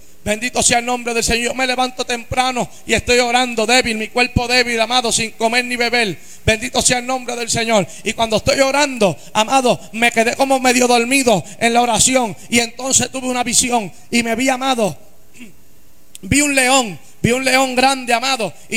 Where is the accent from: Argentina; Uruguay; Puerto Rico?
Puerto Rico; moved away as an adult; also born or lived in United States; fue cuando llegué de los Estados Unidos a Puerto Rico. Que me encontré con 25 años de edad viviendo en casa de mis padres de nuevo. Yo me había ido a los 18 y volví de nuevo a la casa de mis padres.